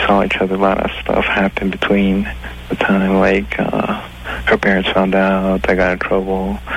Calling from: Bolivia; I'm from Bolivia.

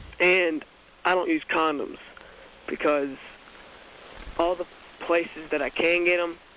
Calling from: Florida, United States; I'm from Florida.

